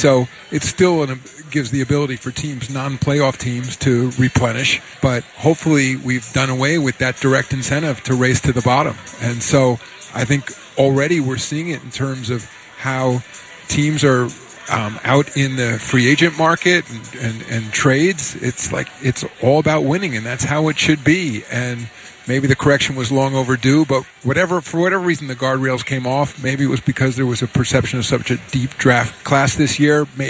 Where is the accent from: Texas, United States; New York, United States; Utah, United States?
New York, United States; New York City; I'm a New Yorker, you know, so, and I was alive for the last two, you know.